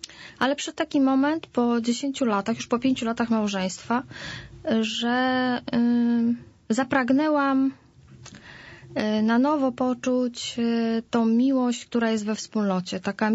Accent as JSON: {"language": "Polish", "town": "Wesoła", "region": "Masovian Voivodeship", "country": "Poland", "tie": "born or raised there", "said": "Bo tak między 14 a 16 rokiem życia byłam trochę we wspólnocie. U nas we Wesołej powstała wspólnota Odnowy w Duchu Święty, prowadzona przez księdza Nowosielskiego."}